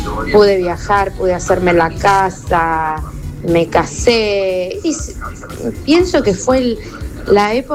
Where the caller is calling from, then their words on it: Junín, Argentina; soy de Junín.